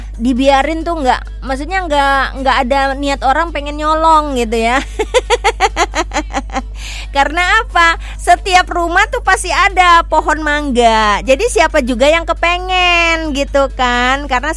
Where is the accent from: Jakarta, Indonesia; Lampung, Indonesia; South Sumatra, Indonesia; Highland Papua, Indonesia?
South Sumatra, Indonesia; Palembang; moved away; saya, orang Palembang asli